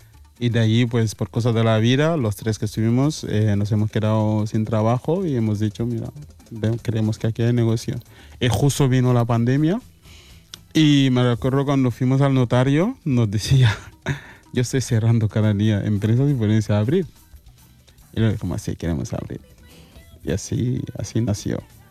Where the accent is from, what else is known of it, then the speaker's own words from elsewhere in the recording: Casamance, Senegal; moved away; Jo soc del Casamàs.